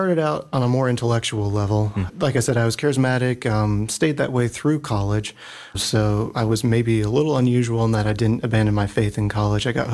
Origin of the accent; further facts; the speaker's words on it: North Carolina, United States; If you look at where I'm from, it'll show South Carolina, but I'm actually from North Carolina.